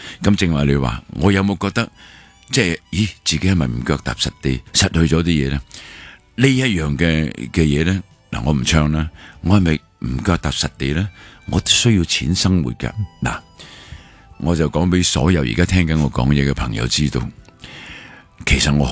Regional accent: Hong Kong; 但系因为我哋香港人咧，就最识就弄字眼啊。

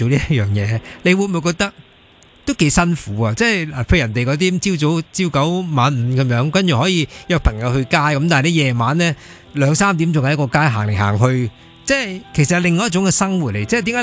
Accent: Hong Kong; 我们香港

